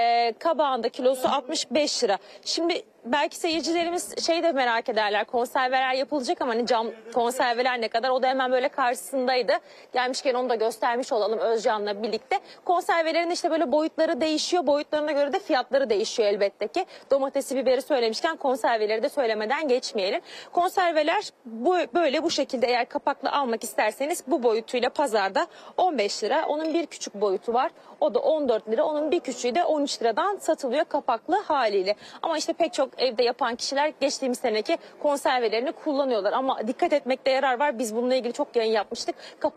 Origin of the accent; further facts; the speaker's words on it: Samandağ, Hatay, Turkey; Hatay samandağ biberi yiyenler bilir ne kadar acı olduğunu, memleketimin biberi çok acıdır.